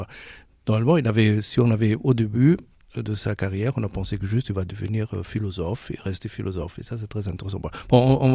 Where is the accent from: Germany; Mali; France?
Germany; moi, en tant qu'Allemand, je ne connaissais pas du tout avant.